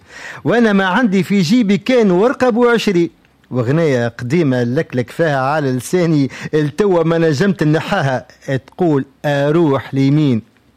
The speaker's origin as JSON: {"language": "Arabic", "country": "Tunisia", "said": "احنا ولاد تونس ونقعد ديما نحبوا بلادنا إن شاء الله."}